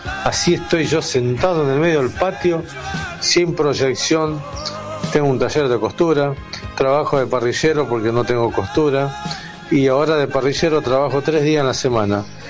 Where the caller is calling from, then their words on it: Quilmes, Buenos Aires Province, Argentina; de Quilmes.